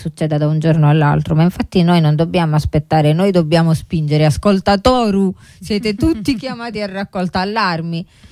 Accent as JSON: {"language": "Italian", "region": "Apulia", "country": "Italy", "said": "io sono di origine, sono pugliese, quindi penso che in Puglia non si sia neanche mai arrivati a concettualizzare il decreto 162 sui progetti di vita."}